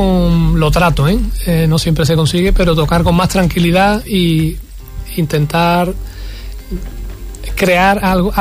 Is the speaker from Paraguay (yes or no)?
no; Huelva, Andalusia, Spain; Para mí es un orgullo hablar de Huelva, que lo hago siempre, en cada lugar que estoy, porque pertenezco a una tierra que es la mía, ¿no?